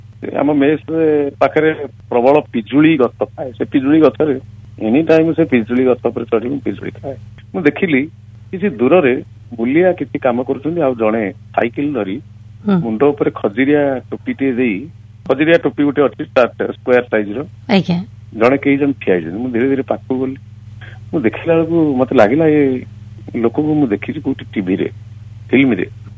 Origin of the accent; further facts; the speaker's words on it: Paradip, Odisha, India; ମୁଁ କହିଲି ମୁଁ ଏଇ ବାକି କଲେଜର ଷ୍ଟୁଡେଣ୍ଟ, ପ୍ଲସ ଟୁ ପଢୁଛି, ଆମ ଘର ପାରାଦୀପ।